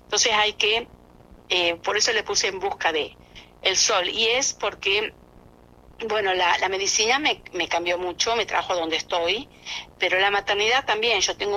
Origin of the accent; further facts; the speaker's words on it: Trenque Lauquen, Buenos Aires Province, Argentina; Yo soy de Trenquelauquen